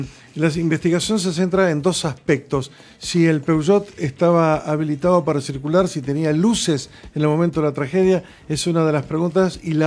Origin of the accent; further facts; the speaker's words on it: Argentina; O nosotros no somos argentinos.